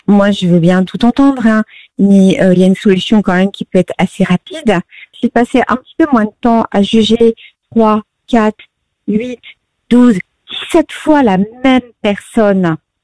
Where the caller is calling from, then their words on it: Île-de-France, France; près de Cergy-Pontoise.